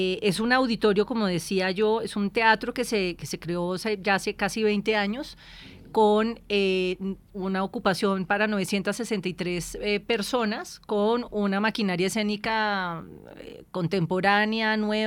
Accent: Bogotá, Colombia; Yo soy muy cachaca, pero tengo papá costeño, cartagenero.

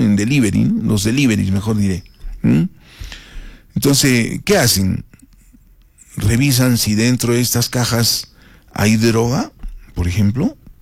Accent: Arequipa, Peru; esto lo digo como ciudadano arequipeño

